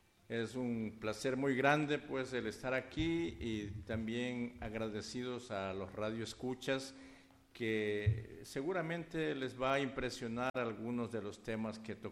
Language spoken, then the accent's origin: Spanish; Santa Rosa, El Oro, Ecuador; born there; now in Tena, Ecuador; les digo soy de aquí, pero nativo soy de la provincia del Oro, nací en la parroquia Bellavista del cantón Santa Rosa, entonces es allí pues donde nací.